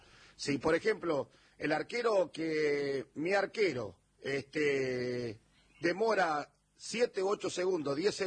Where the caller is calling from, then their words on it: Munro, Buenos Aires Province, Argentina; Buenas noches, amigos de Radio Nacional … de Munro.